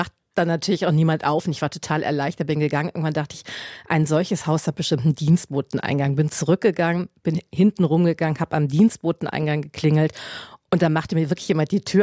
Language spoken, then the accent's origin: German; Germany; Und wenn ich als Deutsche über England schreibe, dann möchte ich es gut recherchiert haben.